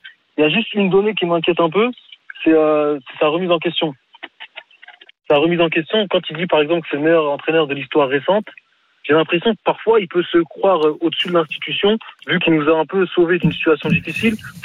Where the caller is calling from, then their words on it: Senegal; Non, je suis sénégalais.